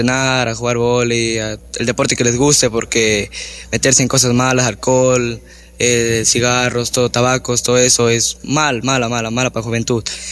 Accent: Sucúa, Morona Santiago, Ecuador; somos de Sucua

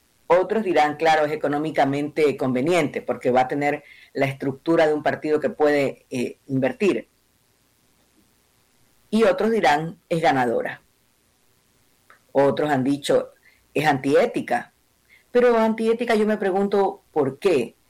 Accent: Guayaquil, Guayas, Ecuador; es lo que nosotros queremos como guayaquileños

